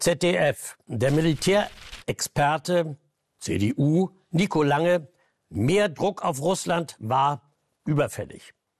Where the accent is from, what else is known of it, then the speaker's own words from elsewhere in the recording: Germany; als Deutscher